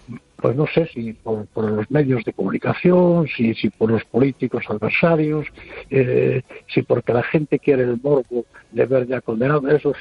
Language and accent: Spanish; Noia, Galicia, Spain; Hola, buenas noches.